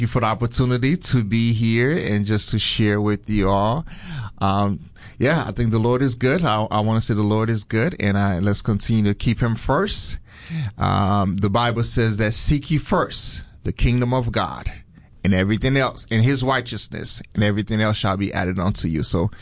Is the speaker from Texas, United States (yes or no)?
no; Fort Lauderdale, Florida, United States; born there; moved away as an adult; also born or lived in Haiti / Tupelo, Mississippi; now in Mobile, United States; born in Haiti, raised in Fort Lauderdale, Florida. From Fort Lauderdale, Florida, matriculated to, came here to Alabama for school.